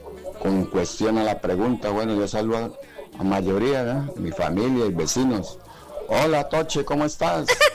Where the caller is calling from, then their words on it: Cúcuta, Norte de Santander, Colombia; Aquí del barrio El Contento